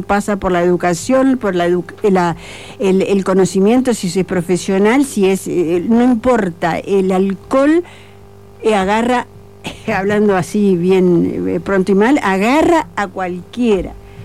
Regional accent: Montevideo, Uruguay; Yo soy de Montevideo.

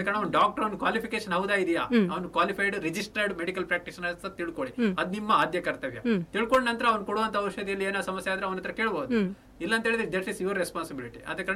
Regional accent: Dakshina Kannada district, Karnataka, India; ನಮ್ಮ ದಕ್ಷಿಣ ಕನ್ನಡ ಜಿಲ್ಲೆಯಲ್ಲಿ

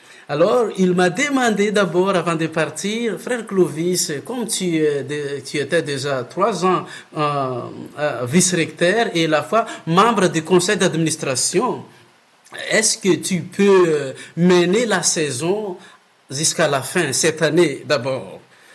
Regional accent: Madagascar; French is a second language; Oui, comme je viens de Madagascar. J'ai fait tout mon parcours des études, des formations, c'était à Madagascar.

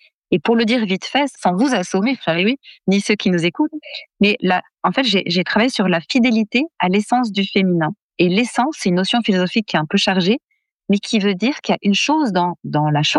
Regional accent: France; chez nous en France

